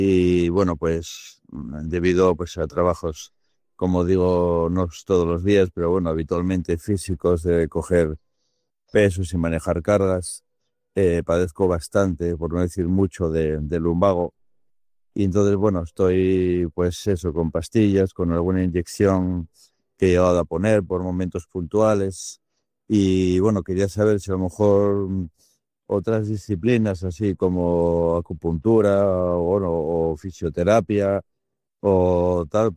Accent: La Manjoya, Asturias, Spain; de La Manjoya. Tengo 54 años

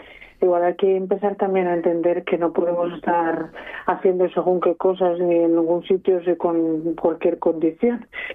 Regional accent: Asturias, Spain; sabes que yo cuando toco que temas de mi tierra, bueno, de la zona donde vivo, que es el suroccidente

